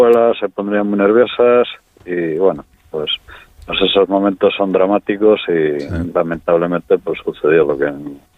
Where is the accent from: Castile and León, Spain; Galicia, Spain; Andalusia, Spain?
Castile and León, Spain; Venta de Baños; born there